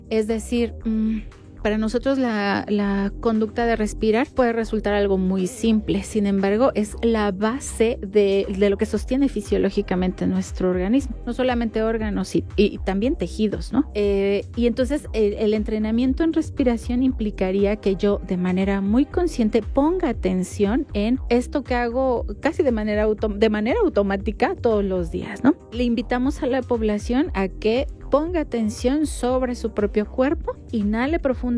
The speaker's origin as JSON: {"language": "Spanish", "country": "Mexico", "said": "reconocernos como población mexicana"}